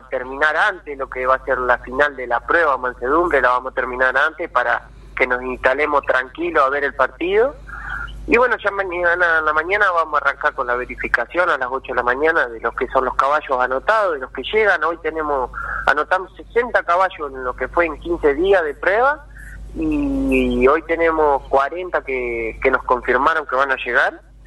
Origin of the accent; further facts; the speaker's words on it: Ordoqui, Buenos Aires Province, Argentina; moved away; porque yo soy de ahí de Ordoqui, no estoy viviendo actualmente ahí